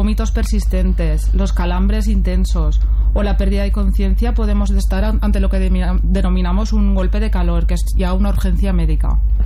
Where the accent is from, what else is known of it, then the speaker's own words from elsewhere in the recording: Spain; Soy de aquí, de Vilabella, de cerquita al ladito.